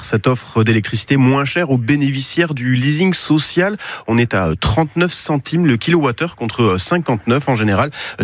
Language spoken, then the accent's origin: French; Nouvelle-Aquitaine, France; Alors chez nous au Pays Basque, hein, on sait que y a pas mal de monde qui habite notamment en montagne.